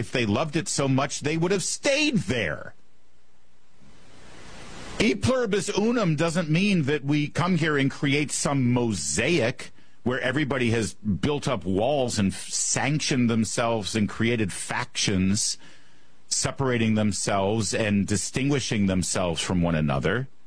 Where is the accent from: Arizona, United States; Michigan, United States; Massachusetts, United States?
Michigan, United States; I am from Michigan, and I do root for the Michigan Wolverines.